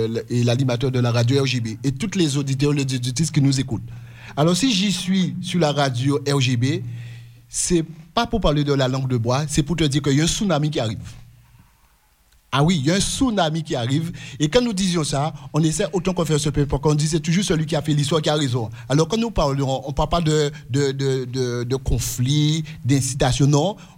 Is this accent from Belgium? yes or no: no; Guadeloupe, France; La Pâque, chez nous en Guadeloupe, la Pâque se conjugue et il y a la fête à Mornalo.